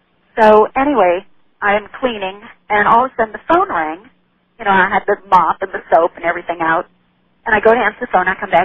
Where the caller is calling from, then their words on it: Texas, United States; Calling you from Texas.